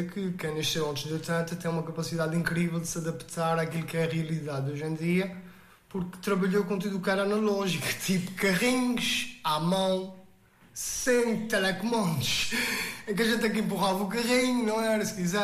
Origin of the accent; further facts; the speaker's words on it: Ribeira Grande, Azores, Portugal; accent: São Miguel; moved away as an adult; also born or lived in Ponta Delgada / Coimbra; Eu nasci na freguesia, apesar de ser da Ribeira Grande, eu nasci em São José, no Conselho de Ponte Delgado.